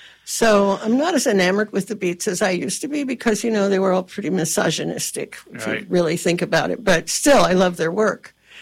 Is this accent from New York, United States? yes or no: no; New Jersey, United States; moved away; And we're both from New Jersey, by the way.